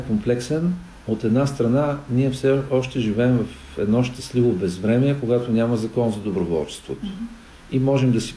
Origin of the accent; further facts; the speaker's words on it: Plovdiv, Plovdiv Province, Bulgaria; аз самият съм от Пловдив.